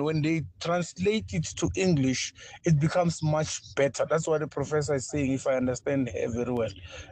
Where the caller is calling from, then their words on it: Pretoria, Gauteng, South Africa; here in Pretoria